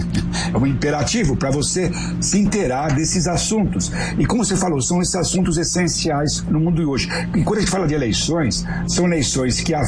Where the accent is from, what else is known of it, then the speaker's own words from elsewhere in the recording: São Paulo, Brazil; Eu nasci no Bom Retiro, em São Paulo, que é o bairro da colônia judaica, hoje colônia coreana.